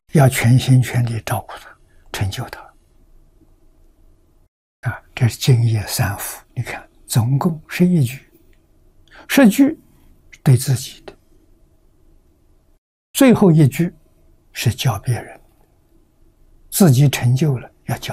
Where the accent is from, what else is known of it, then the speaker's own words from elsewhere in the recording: China; 我们中国人